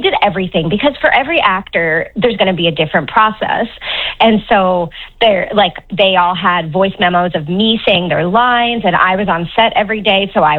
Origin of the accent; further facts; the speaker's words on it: Gander, Newfoundland and Labrador, Canada; And I mean, I am from Newfoundland. I'm from Gander.